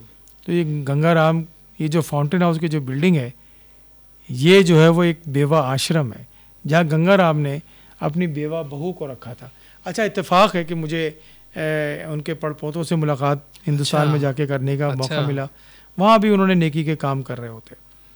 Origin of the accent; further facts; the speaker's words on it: Pakistan; جو ہم پاکستانی ہیں نا قوم